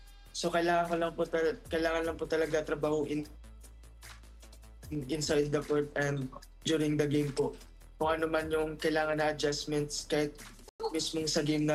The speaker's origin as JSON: {"language": "Tagalog", "town": "Kananga", "region": "Eastern Visayas", "country": "Philippines", "moved": "yes", "said": "Taga Leyte po ako, sa okay. Kananga po."}